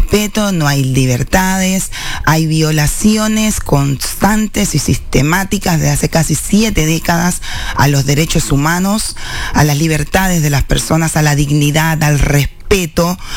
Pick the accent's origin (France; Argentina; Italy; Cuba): Cuba; Moa, Holguín; Holguín es un departamento grande. ¿Holguín? Holguín. Pero mi ciudad natal era Moa.